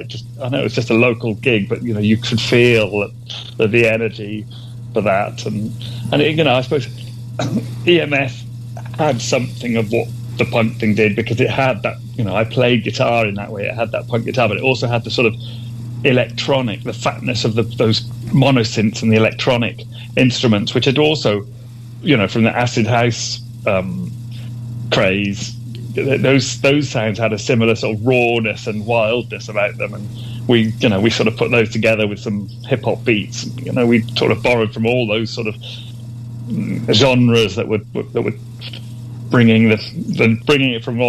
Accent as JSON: {"language": "English", "town": "Gloucester", "region": "South West England", "country": "United Kingdom", "said": "I was from Gloucester"}